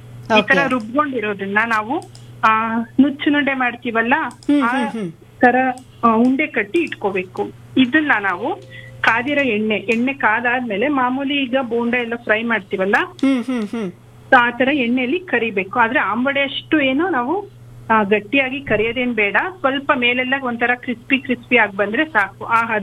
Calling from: Tumakuru, Karnataka, India

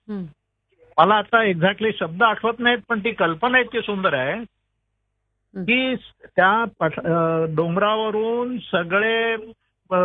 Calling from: Koregaon, Maharashtra, India; कोरेगावहून

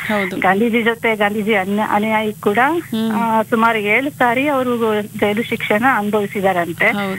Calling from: Hassan, Karnataka, India; ಹಾಸನದಿಂದ.

